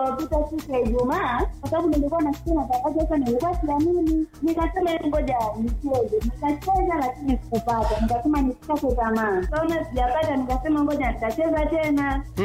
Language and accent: Swahili; Kihesa, Iringa, Tanzania; Natokea Kihesa.